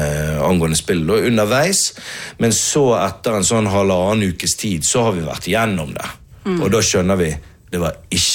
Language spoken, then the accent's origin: Norwegian; Bergen, Vestland, Norway; bergensere har jo noe til felles, og det er jo det at det bygger jo karakter. Vi er jo vokst opp i regnet, sant?